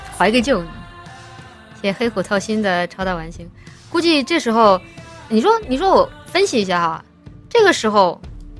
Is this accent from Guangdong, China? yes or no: no; Chongqing, China; 我当初应该也是做的这个卷子，我是重庆的考生嘛。